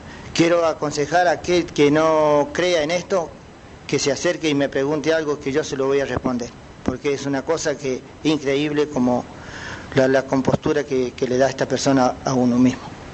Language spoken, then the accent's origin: Spanish; San Antonio, Santa Fe, Argentina; soy de San Antonio, a 20 kilómetros de la ciudad de Rafaela.